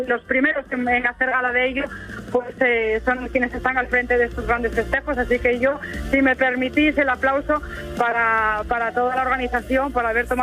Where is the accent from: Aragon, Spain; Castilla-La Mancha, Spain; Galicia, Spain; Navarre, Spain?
Galicia, Spain; Cangas; Al final todo queda en casa, todos somos de Cangas y todos vivimos las fiestas.